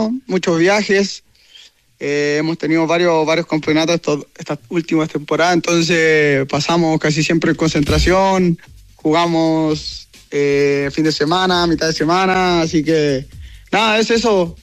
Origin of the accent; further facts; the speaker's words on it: Chile; hay que esperar nomás y a darle, como todo chileno, siempre para adelante.